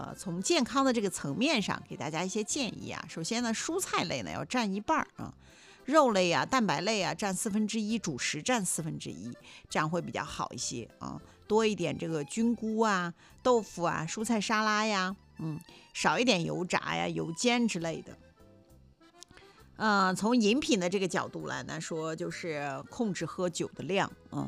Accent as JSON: {"language": "Chinese", "region": "Qinghai", "country": "China", "tie": "born or raised there", "moved": "yes", "said": "就比如说你要上我的家乡青海啊、新疆啊"}